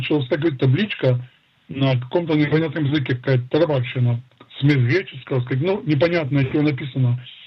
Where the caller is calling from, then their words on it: Haifa, Haifa District, Israel; я из Хайфы.